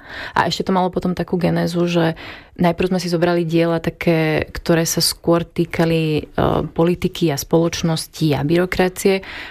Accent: Detva, Banská Bystrica Region, Slovakia; sama som z detvy, z malého mesta a zrovna tento víkend som túto debatu viedla s rodičmi a so susedmi

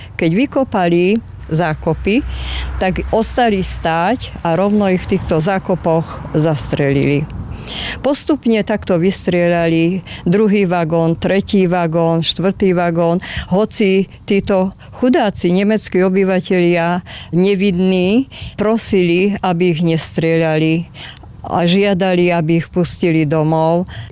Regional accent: Sklené, Žilina Region, Slovakia; zo Skleného nemeckej dediny, ktorá sa volala kedysi Glazerhau a leží v oblasti Haverlandu.

